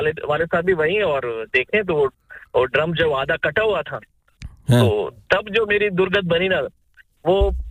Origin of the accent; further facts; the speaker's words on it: Pakistan; और 1947 से पहले की है, क्योंकि मैं पाकिस्तान से हूँ तो बहुत हमारे लिए वो अनमोल है।